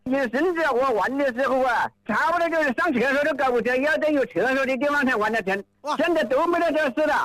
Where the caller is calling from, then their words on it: Tianmen, Hubei, China; 我是前门多宝镇公益村的